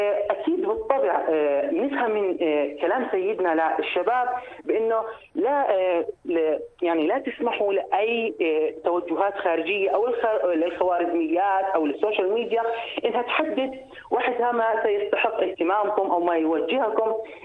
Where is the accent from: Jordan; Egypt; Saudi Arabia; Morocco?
Jordan; وماذا سنفعل كأردنيين وكشباب؟